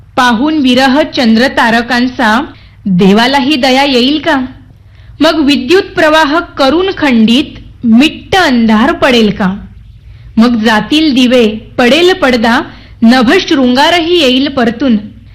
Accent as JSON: {"language": "Marathi", "town": "Devgad", "region": "Maharashtra", "country": "India", "tie": "born or raised there", "lives_now": "Mumbai, India", "said": "मी मूळची देवगडची आहे, तर गावी कसं निरभ्र आकाश आपल्याला पाहायला मिळतं आणि आकाशातला चंद्र आणि सगळे तारे बघताना म्हणजे एक विलक्षण नजारा असतो. पण ज्यावेळी मी शहरात आले मुंबईला"}